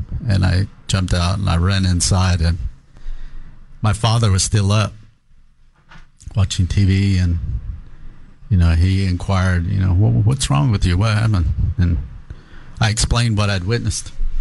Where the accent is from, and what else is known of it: Tahlequah, Oklahoma, United States; born or raised there